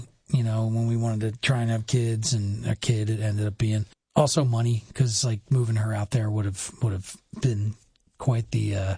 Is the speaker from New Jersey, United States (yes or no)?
no; Unionville, Pennsylvania, United States; also born or lived in California; Not a lot of my Unionville friends talk like us, but I lost most of my accent when I was out west for a third of my life.